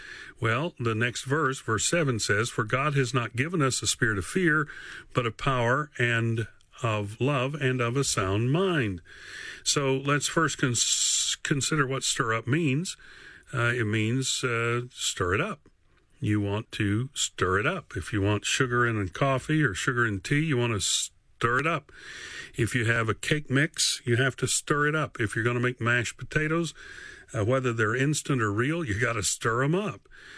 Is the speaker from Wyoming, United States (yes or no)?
no; Morrison City, Tennessee, United States; Now, I grew up in Northeast Tennessee. I grew up in a little community called Morrison City.